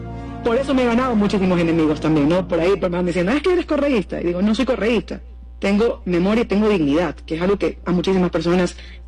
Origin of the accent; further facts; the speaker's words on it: Guayaquil, Guayas, Ecuador; Yo soy guayaquileña